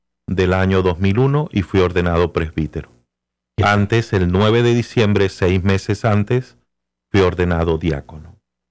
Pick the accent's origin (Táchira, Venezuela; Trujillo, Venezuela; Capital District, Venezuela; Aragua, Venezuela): Trujillo, Venezuela; Valera; mi papá tenía una barbería, todavía está la barbería, en la ciudad donde nací, en Valera, en el estado Trujillo, en Venezuela